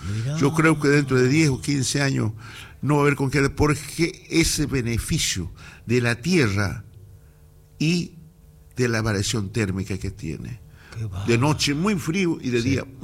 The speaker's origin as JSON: {"language": "Spanish", "region": "Jujuy", "country": "Argentina"}